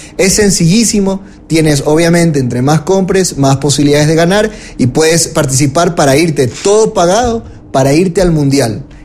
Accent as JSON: {"language": "Spanish", "region": "Guayas", "country": "Ecuador", "accent": "guayaco", "said": "Sí, ya es mi acento guayaco que va muy rápido, ¿no?"}